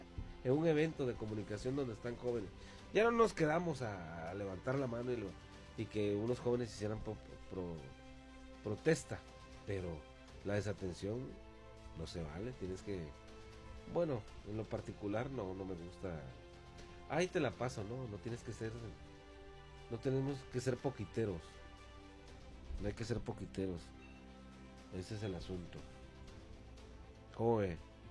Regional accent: Ciudad Juárez, Chihuahua, Mexico; Horizontes, mi tierra

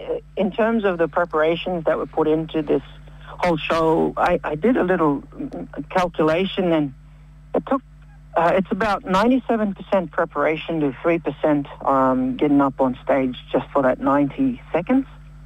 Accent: Morobe, Papua New Guinea; that was the very same province where I am from as well.

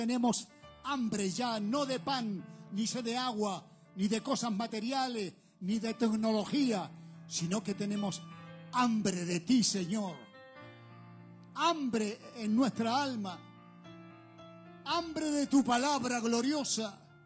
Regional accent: Santiago, Santiago Metropolitan Region, Chile; Escúcheme bien esta palabra que vengo de Santiago de Chile a decírsela.

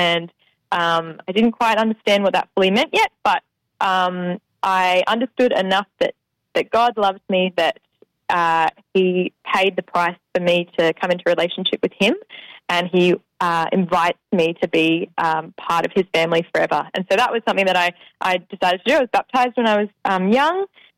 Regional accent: Kyneton, Victoria, Australia; moved away as an adult; also born or lived in Melbourne, Australia / Alice Springs, Australia; now in Darwin, Australia; I'm a Victorian. I grew up in Kyneton, just down the road. So, was Victoria, Melbourne-based for university. And, but straight out of uni, I moved to the Northern Territory for teaching.

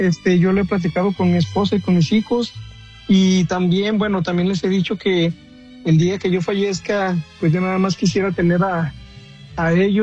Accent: Aguascalientes, Mexico; now in Indiana, United States; Bueno, yo estoy aquí en Indiana. Yo soy de Aguascalientes.

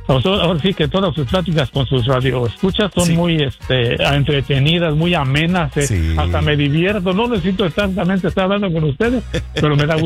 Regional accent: Guanajuato, Mexico; Yo soy de Guanajuato, pegado con Jalisco.

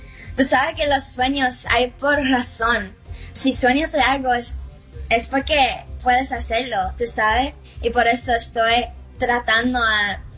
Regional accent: Miami, Florida, United States; born there; reconectando con mis raíces latinas también porque mi familia es de Cuba, pero yo nací aquí en Miami.

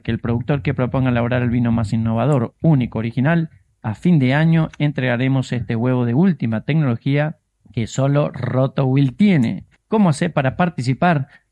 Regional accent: Mendoza, Argentina; como mendocino de pura cepa

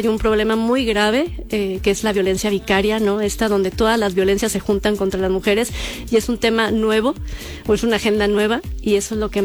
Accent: Apatzingán, Michoacán, Mexico; now in Guadalajara, Mexico; Nacimos, toda mi familia es de aquí de Guadalajara, pero por cuestiones de trabajo de mi papá nos fuimos a Patzingán, Michoacán. Y allá estuvimos estudiando hasta la secundaria.

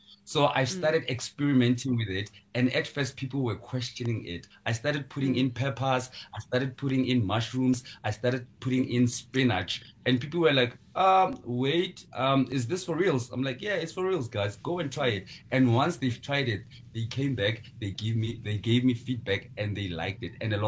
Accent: Pretoria, Gauteng, South Africa; born there; I was born in Pretoria. I'm very comfortable with the language. Yes, Pitori. We call it Spitori. It's a subcultural language that we have in Pretoria.

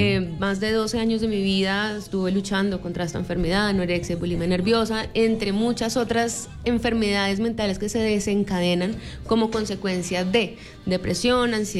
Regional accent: Ibagué, Tolima, Colombia; Más ibaguereña que el tamal

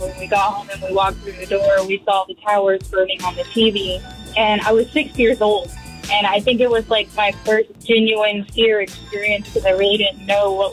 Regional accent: Houston, Texas, United States; So I grew up in Houston

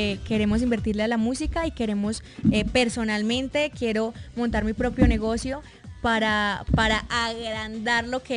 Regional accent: Pueblo Rico, Antioquia, Colombia; soy de Pueblo Rico, Antioquia.

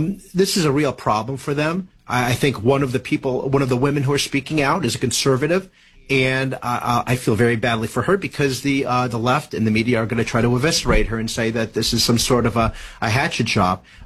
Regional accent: New Jersey, United States; Here, this is, I think, the 12th or the 13th congressional district in New Jersey, my former home, my home state, and that's further up.

